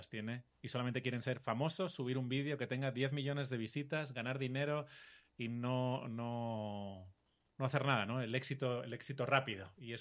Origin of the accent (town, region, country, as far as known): Barcelona, Catalonia, Spain; born there